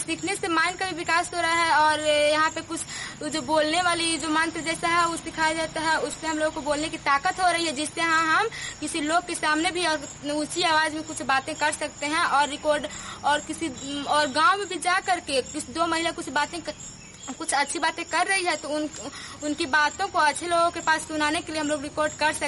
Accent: Bihar, India; मैं कुमार बिहार की रहने वाली हूँ

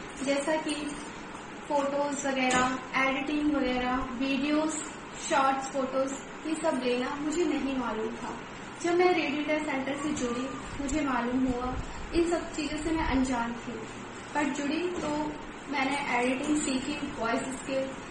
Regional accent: Delhi, India; नमस्कार दोस्तों … और मैं दिल्ली से हूँ।

